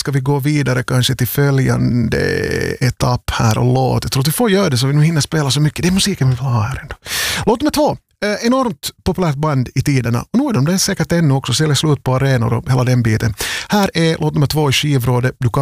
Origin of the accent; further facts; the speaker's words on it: Vaasa, Ostrobothnia, Finland; Eftersom jag nu också sänder från Vasa. Jag är Vasabo, jag bott här hela livet.